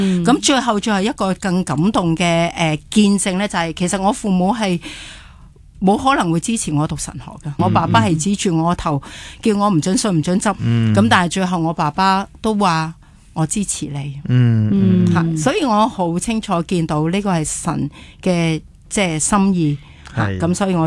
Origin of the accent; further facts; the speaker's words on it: Hong Kong; 我哋香港小朋友